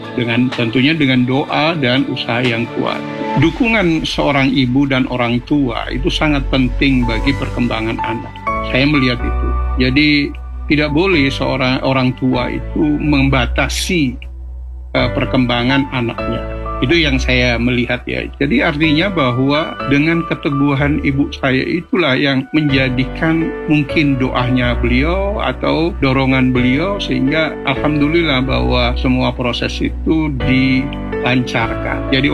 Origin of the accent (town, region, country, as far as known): Pasuruan, East Java, Indonesia